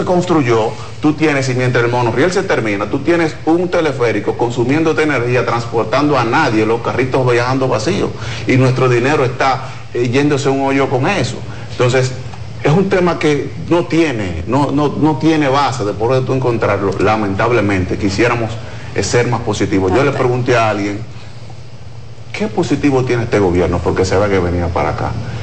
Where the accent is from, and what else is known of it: Dominican Republic